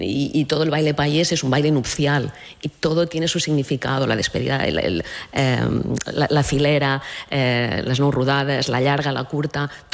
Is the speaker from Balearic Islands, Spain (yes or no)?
yes; Ibiza, Balearic Islands, Spain